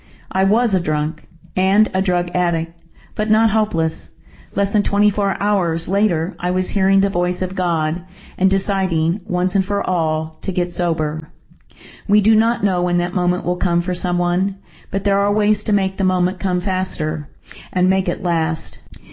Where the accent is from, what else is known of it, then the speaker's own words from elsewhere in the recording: Memphis, Tennessee, United States; I grew up in Memphis. I loved the city, but I did not love my childhood.